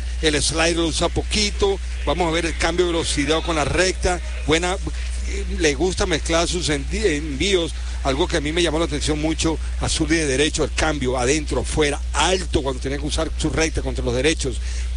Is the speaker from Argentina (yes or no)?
no; Venezuela; moved away; Yo vengo de Venezuela, hace años que llegué aquí en el año 85, y fue por eso, por jugar béisbol